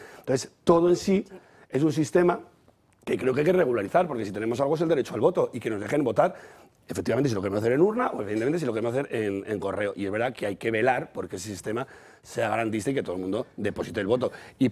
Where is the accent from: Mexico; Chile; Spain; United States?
Spain; Alcorcón, Community of Madrid; porque tú sabes que yo soy de Alcorcón y el Partido Popular no está en el gobierno por tan solo 42 votos.